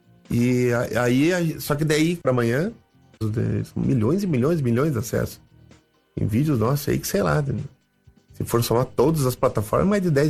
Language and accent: Portuguese; Rio Grande do Sul, Brazil; now in Curitiba, Brazil; Eu sou gaúcho, vou perder a identidade. Meio bairrista ainda, né? Tu vê, depois virei bairrista curitibano. Hoje eu sou curitibano.